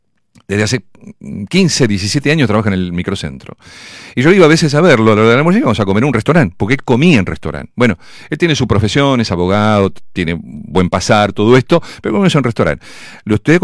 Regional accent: Mar del Plata, Buenos Aires Province, Argentina; yo me crié en Mar del Plata.

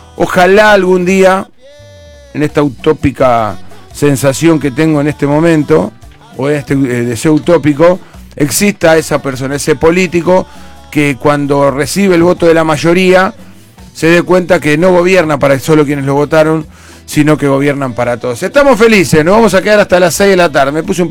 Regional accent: Argentina; Todos los argentinos que somos solidarios

